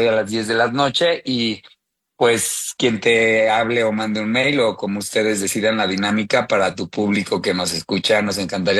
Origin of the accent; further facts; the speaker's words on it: Mexico; para celebrar juntos en esta oportunidad épica de hacerlo aquí y como los mexicanos lo sabemos hacer, ¿no?